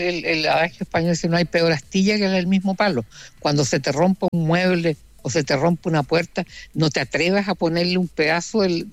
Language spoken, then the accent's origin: Spanish; Chile; somos los chilenos